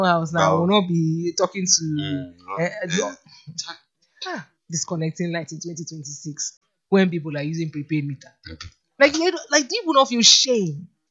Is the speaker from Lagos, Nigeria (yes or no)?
yes; Lagos, Nigeria; from Satellite Town. Hey, from the hood, man. You know, I grew up in Satellite Town